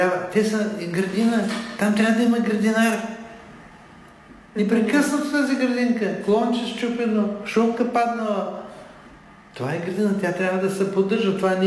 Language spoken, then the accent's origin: Bulgarian; Plovdiv, Plovdiv Province, Bulgaria; Питате ме като пловдивчанка